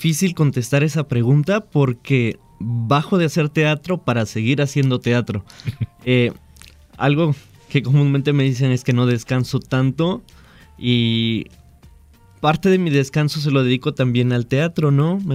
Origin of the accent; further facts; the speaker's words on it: Las Choapas, Veracruz, Mexico; moved away; Yo estuve en una secundaria en Las Chuapas, Veracruz, allá de donde soy. Uh-huh. Es una ciudad que está hasta lo último de Veracruz hacia el sur.